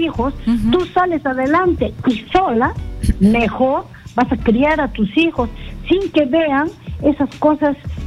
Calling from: Huánuco, Peru; Aquí estoy llamando de Huánuco.

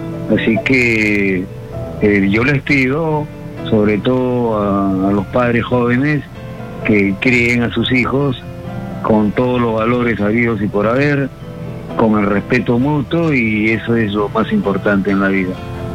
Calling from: Peru; Somos tres regiones, costa, sierra y selva, pero somos peruanos

